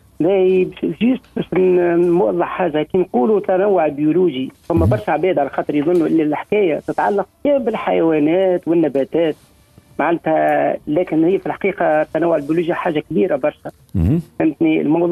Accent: Tunisia; احنا تونس بلاد صغيرة

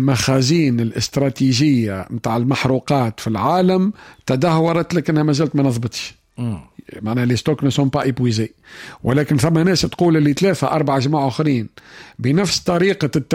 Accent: Tunisia; احنا في تونس

